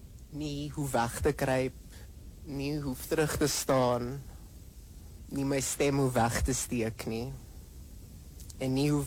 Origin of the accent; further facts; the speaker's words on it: Mbombela, Mpumalanga, South Africa; Ek kom uit die Laagveld uit. Mbombela specifiek. Maar ek sê altyd Laagveld. Want ek het groot geword saam met die mense van Sabi en Easy View en Komati Poort